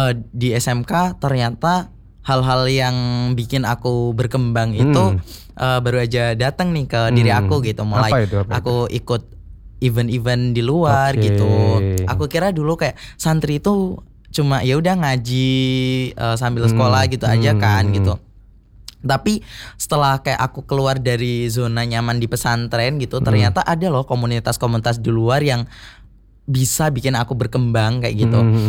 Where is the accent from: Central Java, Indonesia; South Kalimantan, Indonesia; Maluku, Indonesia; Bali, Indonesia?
Central Java, Indonesia; moved away as an adult; also born or lived in Surabaya; Aku asalnya Jawa Tengah.